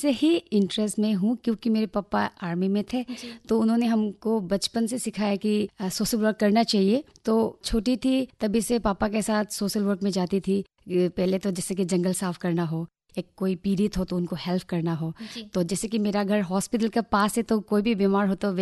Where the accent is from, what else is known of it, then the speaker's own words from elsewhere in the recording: Haflong, Assam, India; मैं हाफलॉन्ग की रहने वाली हूँ।